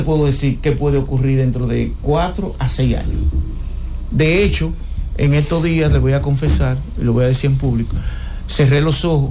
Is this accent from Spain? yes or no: no; Dominican Republic; los dominicanos somos reactivos.